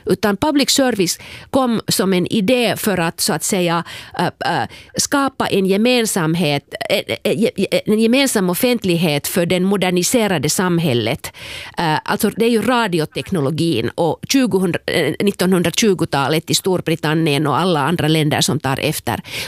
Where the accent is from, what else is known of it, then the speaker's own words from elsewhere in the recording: Kemi, Lapland, Finland; Själv växte jag upp i Kemi